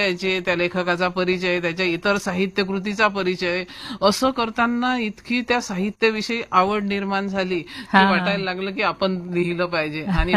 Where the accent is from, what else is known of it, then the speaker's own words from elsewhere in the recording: Anjangaon Surji, Maharashtra, India; माझं माहेर सुरजी अंजनगाव अमरावती जिल्ह्यातलं